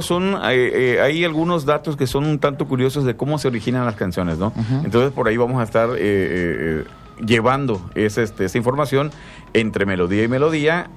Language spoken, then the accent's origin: Spanish; Comalcalco, Tabasco, Mexico; soy oriundo de Comalcalco